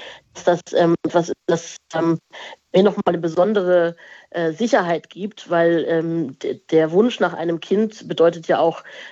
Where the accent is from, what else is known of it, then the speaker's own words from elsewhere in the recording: Germany; also born or lived in Indonesia; now in Eichstätt, Germany; Ja, das kann ich ganz klar beantworten, dass ich mich als Deutsche fühle. Das liegt tatsächlich erstens daran, dass ich noch sehr jung war, als ich adoptiert wurde.